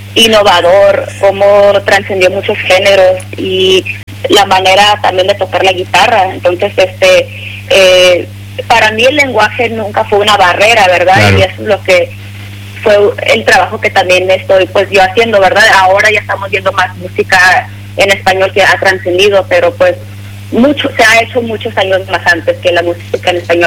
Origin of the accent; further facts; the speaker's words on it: Mexico; moved away as an adult; also born or lived in Berkeley, California; Bueno, mira, yo soy mexicana, sí.